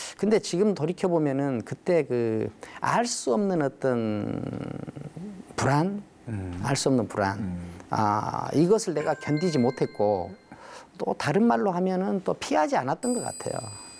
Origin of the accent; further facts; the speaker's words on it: Hampyeong, South Jeolla, South Korea; also born or lived in Jangbyeongdo; 그 제가 그 이 이제 고향은 한평인데.